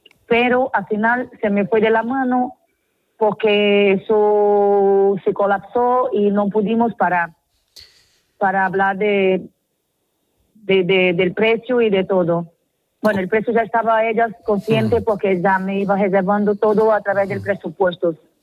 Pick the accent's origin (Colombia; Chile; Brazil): Brazil; São Luís, Maranhão; now in Spain; São Luís es mi pueblo en Brasil.